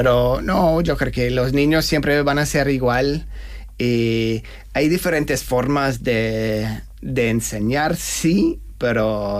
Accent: Australia; Spanish is a second language; now in Spain; Hablan de mi pueblo, sí. Y en las vacaciones me voy a mi pueblo y es que, como tu pueblo, ¿qué? No, en Australia. Bueno, sí, yo soy.

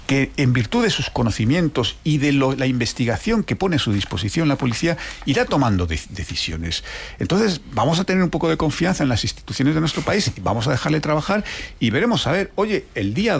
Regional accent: Spain; porque yo como español no quiero que un expresidente de mi país esté investigado

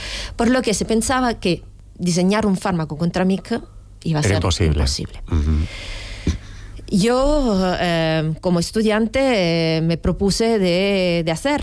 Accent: Italy; Spanish is a second language; moved away; yo soy italiana, entonces utilizaré ejemplos italianos.

